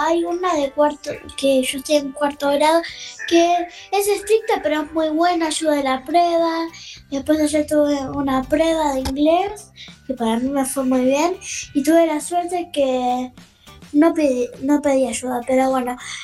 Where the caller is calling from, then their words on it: Loma del Mirador, Buenos Aires Province, Argentina; soy de Loma del Mirador